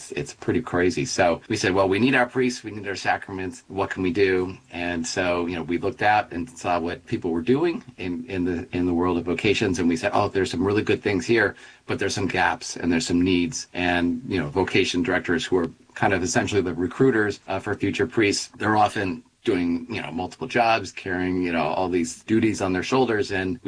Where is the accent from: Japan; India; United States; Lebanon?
United States; Philadelphia, Pennsylvania; I'm from Philadelphia, You have parishes that are closing and merging.